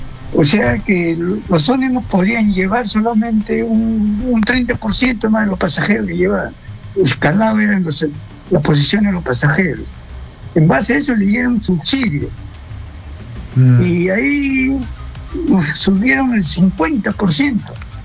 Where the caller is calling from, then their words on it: Lima, Peru; yo vivo en San Martín de Torres, pero a veces viajo para la parte de Ancópez